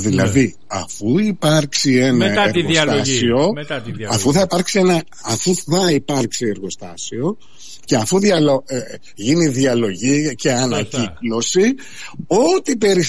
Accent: Chalcis, Central Greece, Greece; Στην πατρίδα μου.

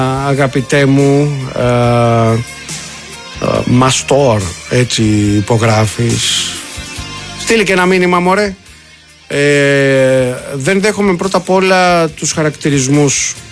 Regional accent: Molaoi, Peloponnese, Greece; αλήθεια που λέμε και στο χωριό μου, το λέμε και εμένα και εμείς στο χωριό μου και στους Μολάους το λέμε το by the book

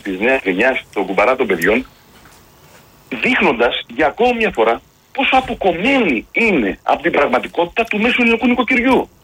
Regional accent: Piraeus, Attica, Greece; εγώ ως Πειραιώτης είμαι του ρεμπέτικου

